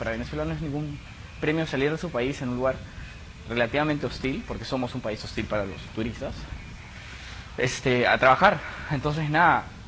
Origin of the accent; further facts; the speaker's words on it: Peru; te das cuenta de la diferencia y te duele como peruano, te lo digo. Como peruano, a mí me dolió.